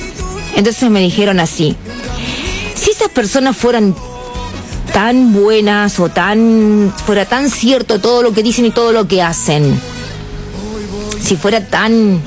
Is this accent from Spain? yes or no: no; Trenque Lauquen, Buenos Aires Province, Argentina